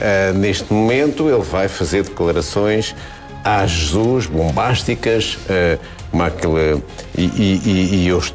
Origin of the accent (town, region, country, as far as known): Portugal